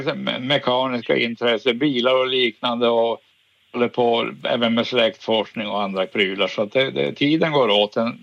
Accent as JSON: {"language": "Swedish", "region": "Norrbotten County", "country": "Sweden", "said": "Så, alltså, jag vet inte om min dialekt avslöjar mig. Jag är i Tornedalen i grunden. Hela trakten."}